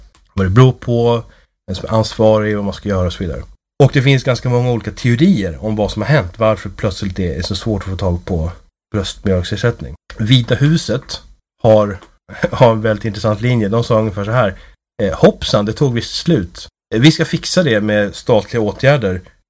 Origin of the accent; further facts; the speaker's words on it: Sweden; Som svensk så undrar man kanske varför det är en så stor sak.